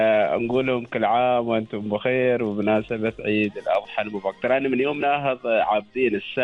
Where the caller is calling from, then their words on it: Oman; ثقافة لنا احنا كعمانيين